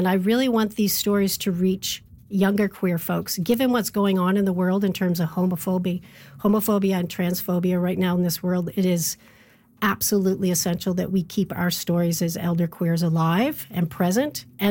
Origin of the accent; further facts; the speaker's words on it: Halifax, Nova Scotia, Canada; now in Ottawa, Canada; I'm so happy to be in my hometown in Halifax.